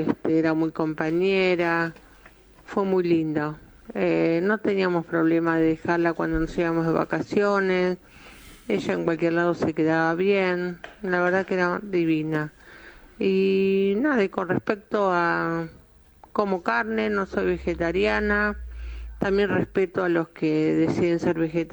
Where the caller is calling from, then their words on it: Devoto, Buenos Aires, Argentina; de Devoto.